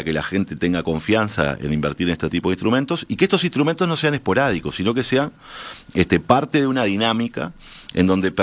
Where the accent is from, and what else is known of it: Uruguay